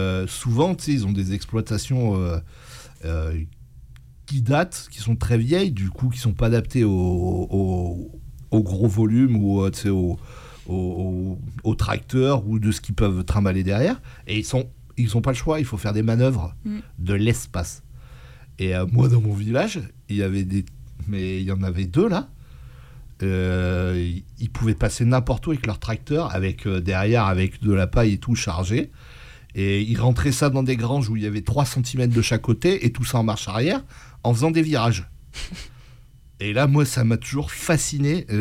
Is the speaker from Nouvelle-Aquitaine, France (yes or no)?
no; Auvergne-Rhône-Alpes, France